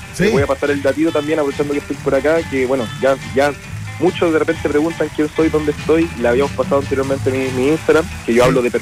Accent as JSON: {"language": "Spanish", "country": "Chile", "said": "seguir como chileno"}